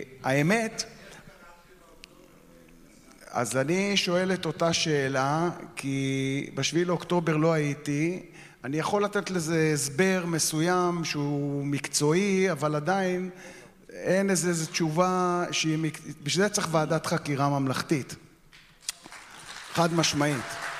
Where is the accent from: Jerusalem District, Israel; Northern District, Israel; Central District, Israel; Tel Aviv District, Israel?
Tel Aviv District, Israel; Ramat Gan; ואני גדלתי סמוך לגבעתיים ברמת גן, ואני גם בוגר קלעי גבעתיים.